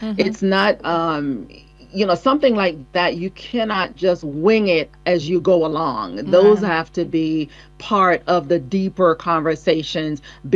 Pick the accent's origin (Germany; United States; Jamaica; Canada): Jamaica; I'm Jamaican